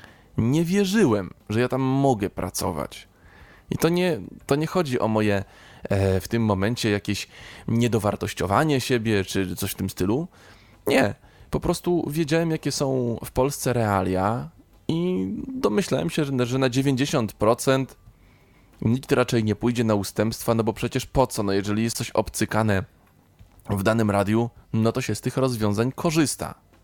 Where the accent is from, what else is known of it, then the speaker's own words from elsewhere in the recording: Kutno, Łódź Voivodeship, Poland; pochodzę z Kutna, no to wtedy mieszkałem z rodzicami 25 kilometrów, tak powiedzmy, od Kutna, no w okolicach.